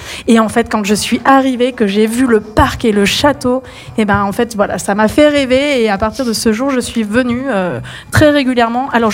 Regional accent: Auvergne-Rhône-Alpes, France; Alors même si je suis ardéchoise, je ne connaissais pas Saint-Barthélemy-Grozon. Et donc nous sommes partis de Priva.

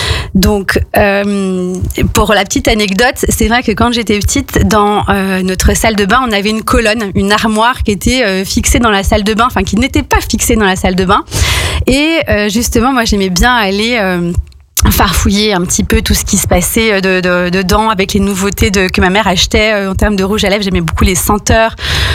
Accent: Auvergne-Rhône-Alpes, France; j'ai fait un bac L à Saint-Ambroise, donc je suis une pure savoyarde donc d'ici.

